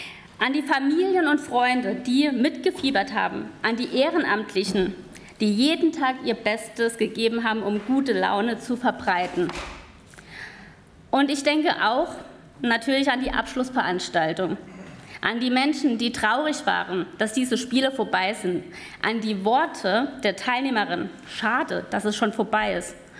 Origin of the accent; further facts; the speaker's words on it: Saarland, Germany; Wir haben als Saarländerin gezeigt, wir leben Gemeinschaft über die Grenzen hinweg.